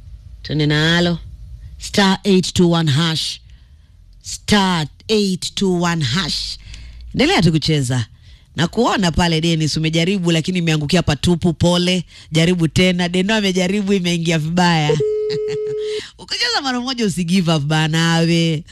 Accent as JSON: {"language": "Swahili", "town": "Diani", "region": "Kwale County", "country": "Kenya", "tie": "born or raised there", "moved": "yes", "said": "mimi nimelelewa Diani."}